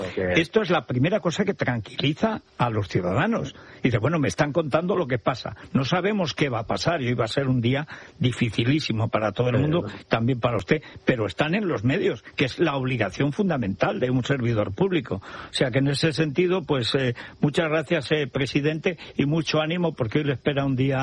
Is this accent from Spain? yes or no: yes; Spain; born there; moved away; Era Guadalajara, pegado a mi pueblo. Y había un pueblo, eran pueblos muy pequeños, toda la parte del señorío de Molina, la parte de Monte